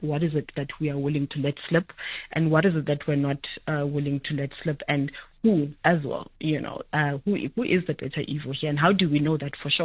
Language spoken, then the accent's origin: English; South Africa; as a South African populace